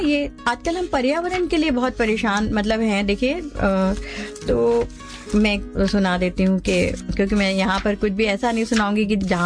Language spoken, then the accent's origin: Hindi; Rajasthan, India; हम लोग मारवाड़ी हैं